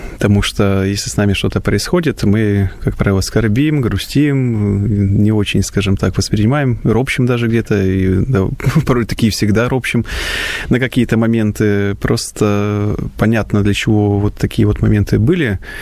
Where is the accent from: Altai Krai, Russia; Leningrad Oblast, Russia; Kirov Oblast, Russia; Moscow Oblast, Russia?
Leningrad Oblast, Russia; И поскольку я родом с Ленинградской области и стал воцерковляться на Пасху, это было в 2005 году